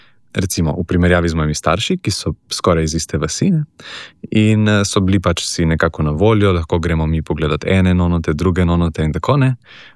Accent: Koper, Coastal–Karst, Slovenia; jaz imam punco iz Ljubljane, sem iz Kopra.

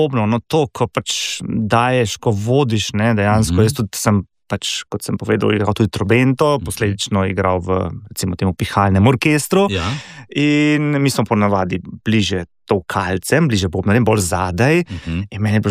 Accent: Škofja Loka, Upper Carniola, Slovenia; dejansko pač prihajam iz Škofje Loke

